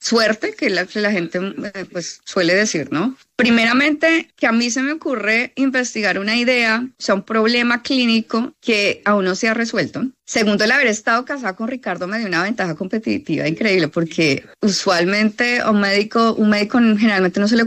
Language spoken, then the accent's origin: Spanish; Neiva, Huila, Colombia; moved away as an adult; Yo soy de Neiva, huilense.